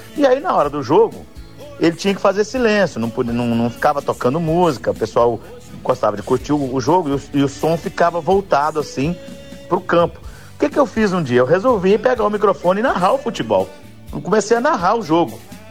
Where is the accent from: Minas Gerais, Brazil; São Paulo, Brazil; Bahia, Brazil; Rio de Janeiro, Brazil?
Minas Gerais, Brazil; Divino; moved away; Eu sou do interior de Minas Gerais, de uma cidade chamada Bom Jesus. Na verdade, nem é cidade, é um distrito, né, que pertence à cidade de Divino, Minas Gerais.